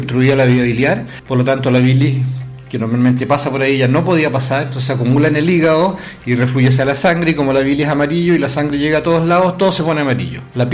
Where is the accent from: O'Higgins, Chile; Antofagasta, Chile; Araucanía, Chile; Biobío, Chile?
O'Higgins, Chile; Yo me crié aquí en Millaray, al lado, cerca de Quinta Tilcoco. Mi papá tenía un campo ahí, yo siempre venía todos los fines de semana